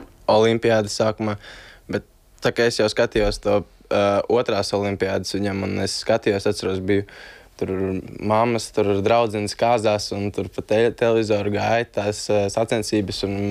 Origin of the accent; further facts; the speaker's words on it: Ādaži, Ādaži Municipality, Latvia; es no Ādažiem vienkārši.